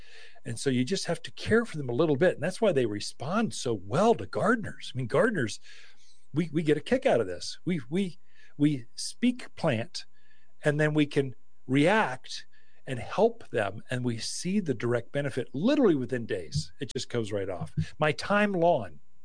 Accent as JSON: {"language": "English", "country": "United States", "said": "I am so American. Please forgive me."}